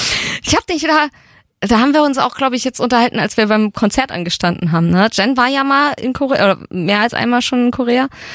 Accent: Gelnhausen, Hesse, Germany; ich bin in Gelnhausen aufgewachsen

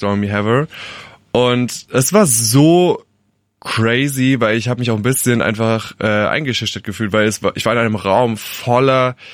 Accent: Rhineland-Palatinate, Germany; Nähe Alzey.

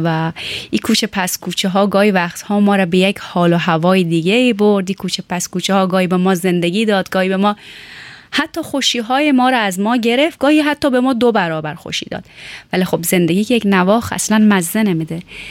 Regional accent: Tehran, Tehran Province, Iran; moved away; همیشه گفتم متولد ایران هستم، خود در کوچه پس کوچه های تهران میدیدم

